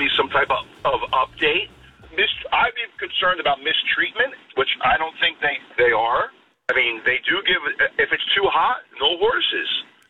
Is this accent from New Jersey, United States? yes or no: yes; New Jersey, United States; I'm from New Jersey, by the way, so I'm going.